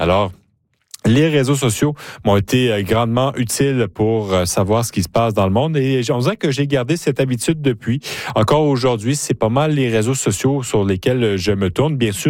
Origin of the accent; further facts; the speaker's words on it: Quebec, Canada; also born or lived in Alberta; now in Regina, Canada; Parce que, bon, c'est sûr que moi, je suis du Québec. Hein, je me suis envenu ici dans l'Ouest, en Alberta, ensuite la Saskatchewan.